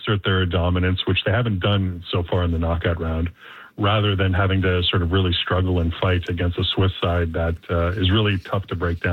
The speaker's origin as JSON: {"language": "English", "country": "Canada", "said": "Well, I guess as a Canadian"}